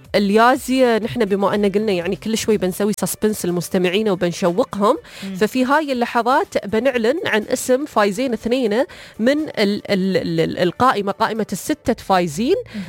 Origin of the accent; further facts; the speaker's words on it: Abu Dhabi, United Arab Emirates; فطبيعي إن ما بتطوف يعني هالجمال اللي عندنا في أبوظبي